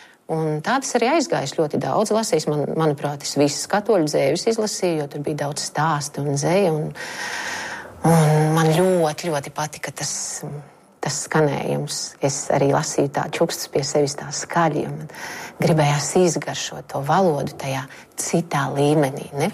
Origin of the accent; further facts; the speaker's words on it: Latgale, Latvia; also born or lived in Riga / England; Esmu latgaliete.